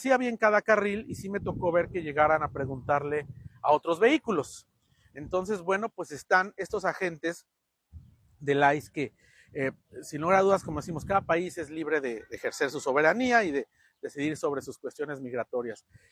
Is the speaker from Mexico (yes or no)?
yes; Mexico; si soy mexicano voy a México